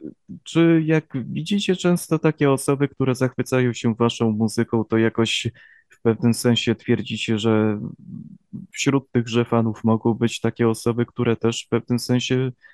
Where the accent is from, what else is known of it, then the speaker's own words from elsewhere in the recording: Dachnów, Subcarpathian Voivodeship, Poland; Jestem z Dachnowa, dokładnie na Podkarpaciu